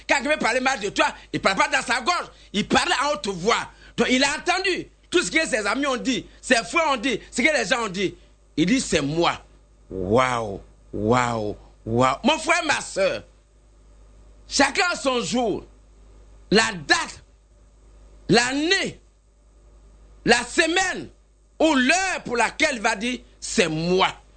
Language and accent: French; Côte d’Ivoire; chez nous en Côte d'Ivoire